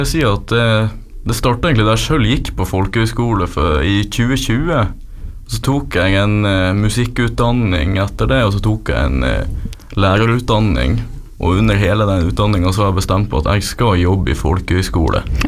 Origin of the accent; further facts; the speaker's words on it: Northern Norway, Norway; Jo, til dels nordlending, ja.